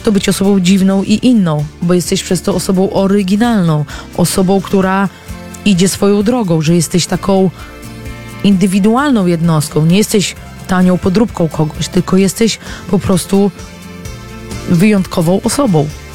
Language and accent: Polish; Olsztyn, Warmian-Masurian Voivodeship, Poland; wychowałam się na dość sporym osiedlu olsztyńskim.